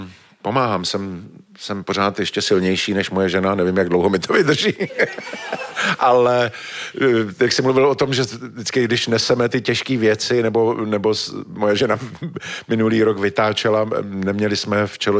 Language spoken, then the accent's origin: Czech; Prague, Czechia; Já jsem brečel, protože jsem … ze Žižkova